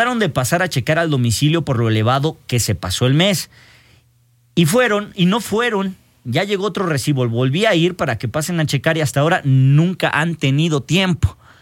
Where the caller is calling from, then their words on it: La Concepción, Mexico; Soy de la Concepción, de la comunidad de La Concepción.